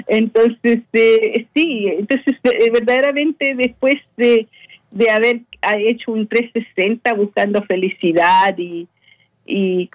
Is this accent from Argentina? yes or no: no; Chile; now in Australia; Yo puedo decir que soy chilena y todo eso, pero verdaderamente soy más australiana que chilena. Chilena es otra parte de mí, digamos, bien interna, se puede decir, bien interno, pero vivimos acá, somos más australianos, así que chilenos australianos.